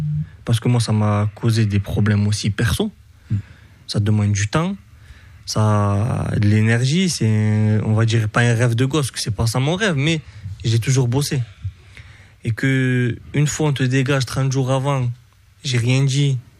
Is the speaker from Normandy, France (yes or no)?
no; Montauban, Occitanie, France; Non, moi je suis du 82.